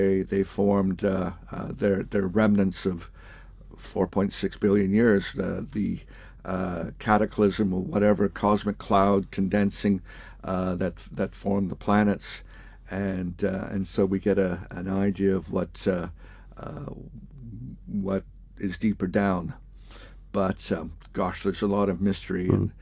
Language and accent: English; Canada; moved away; I came from Canada, and there's a perception here that everyone in Canada speaks French. Now, I come from the English part of Canada, and you have to be taught French in school